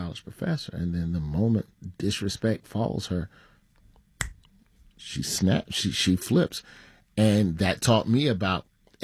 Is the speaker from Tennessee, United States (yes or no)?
yes; Memphis, Tennessee, United States; You know, I spent so much time all over the South, though. You know, goodness gracious. We grew up in Memphis.